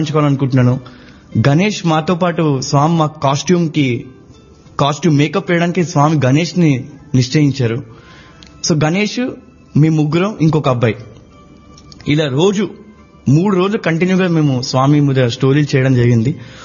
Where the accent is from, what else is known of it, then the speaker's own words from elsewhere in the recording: Telugu states, India; తెలుగు వాళ్ళం